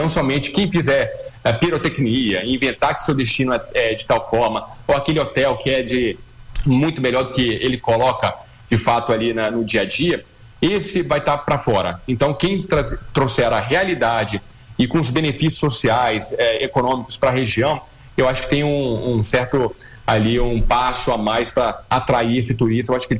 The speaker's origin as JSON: {"language": "Portuguese", "region": "Rio de Janeiro", "country": "Brazil", "said": "eu sou carioca"}